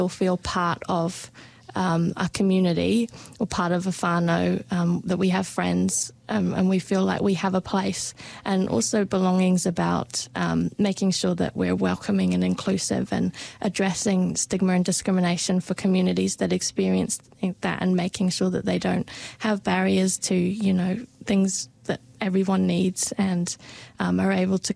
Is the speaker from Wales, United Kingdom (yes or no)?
yes; Wales, United Kingdom; born there; also born or lived in Qatar / Egypt / Montenegro / Kazakhstan; So I was born in Wales, and so I've moved back and forth between Wales a few times. I lived in Qatar for a couple of years, did some school there, lived in Egypt, Montenegro and Kazakhstan